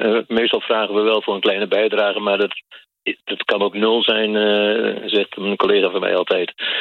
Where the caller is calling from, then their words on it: Oosterhuizen, Gelderland, Netherlands; Ik zit in Oosterhuizen